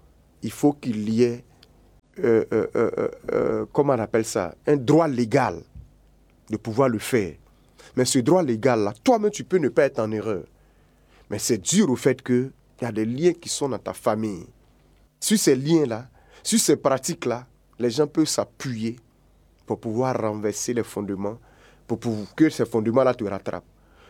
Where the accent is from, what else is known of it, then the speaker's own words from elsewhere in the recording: Côte d’Ivoire; Chez nous, en Côte d'Ivoire, ça se dit.